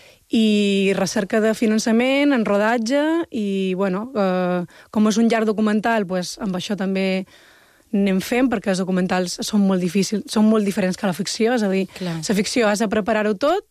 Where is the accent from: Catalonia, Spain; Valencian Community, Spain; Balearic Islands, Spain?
Balearic Islands, Spain; born there; Doncs jo he fet un acrònim que es diu guiriyorquina, que som aquestes persones que som fills de guiris nascuts a les illes, no?